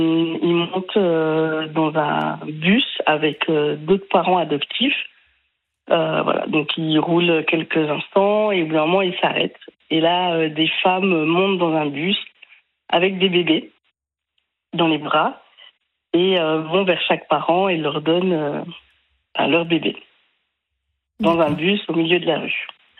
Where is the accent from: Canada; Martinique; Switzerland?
Switzerland; also born or lived in Sri Lanka; now in France; Je suis suisse, j'ai déménagé il y a 11 ans et demi à peu près en Île-de-France.